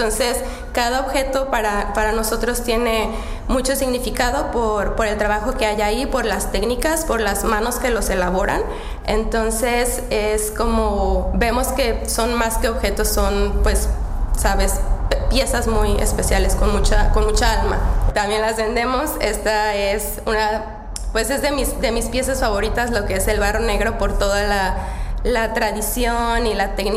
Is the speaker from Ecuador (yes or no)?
no; Mexico; now in Czech Republic; soy mexicana